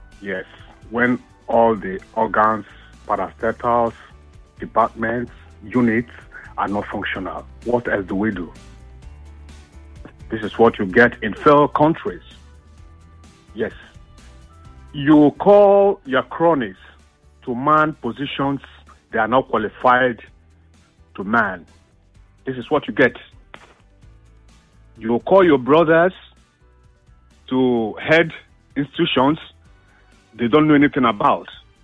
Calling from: Ikeja, Lagos, Nigeria; I'm calling you from Ikeja.

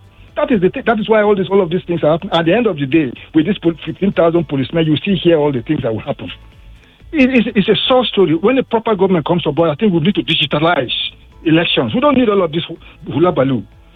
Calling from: Abuja, Federal Capital Territory, Nigeria; I'm calling from Abuja.

